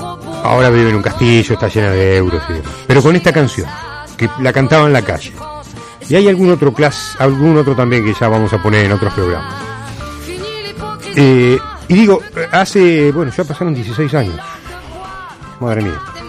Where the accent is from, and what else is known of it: Argentina